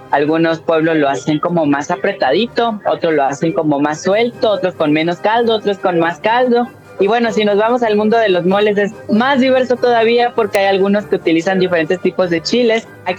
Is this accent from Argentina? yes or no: no; Oaxaca, Mexico; yo soy de la Mixteca, hay un platillo que se elabora que se llama chile ajo, es un molito a base de chile costeño y se lleva carne de puerco. Cuando yo me mudé aquí a la ciudad de Oaxaca